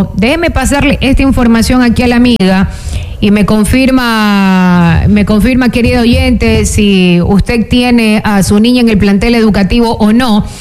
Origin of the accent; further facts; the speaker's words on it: La Libertad, Santa Elena, Ecuador; yo soy una ciudadana del Cantón La Libertad